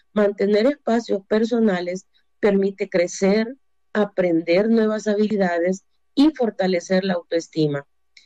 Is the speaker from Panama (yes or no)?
no; San Salvador, El Salvador; moved away as an adult; now in San Miguel, El Salvador; Cuando yo me casé, me vine para acá, para el lado de Oriente, San Miguel. Yo crecí toda mi vida en San Salvador, pero mi familia es del lado de Occidente.